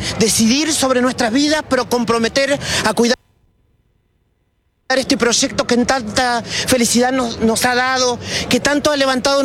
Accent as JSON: {"language": "Spanish", "country": "Argentina", "said": "Soy argentina sobre todas las cosas."}